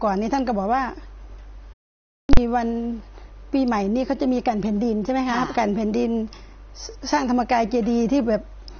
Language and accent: Thai; Nong Han, Udon Thani, Thailand; บ้านเกิดอยู่จังหวัดอุดรธานีค่ะ